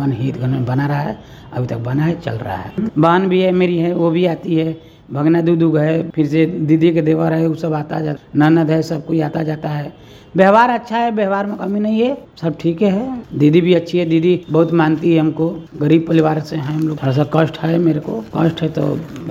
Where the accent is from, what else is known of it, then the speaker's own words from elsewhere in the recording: Bihar, India; now in Sasaram, India; मेरा गांव ढौड़ा धंकाड़ा है